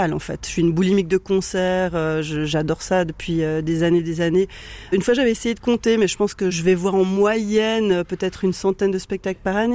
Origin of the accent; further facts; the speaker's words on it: Échandens, Vaud, Switzerland; also born or lived in Morges; j'ai grandi à Échandon, puis j'ai fait mes écoles à Morges, d'Anges, donc je suis vraiment dans le coin là. Depuis longtemps.